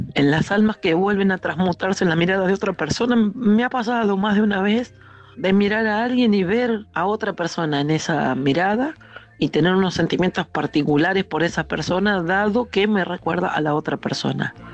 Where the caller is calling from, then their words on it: Escobar, Buenos Aires Province, Argentina; Buenas noches, Luisa y equipo. … de Escobar.